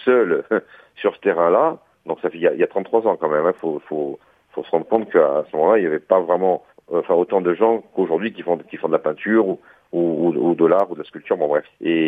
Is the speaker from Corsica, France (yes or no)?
yes; Montemaggiore, Corsica, France; j'ai grandi en Corse, évidemment, en Balagne, à la Montemaggiore précisément.